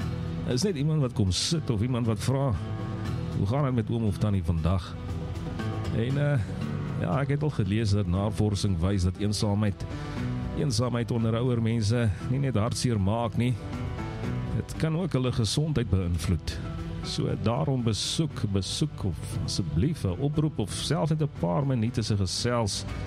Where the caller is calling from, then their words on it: Jeffreys Bay, Eastern Cape, South Africa; van Jeffrey's Bay.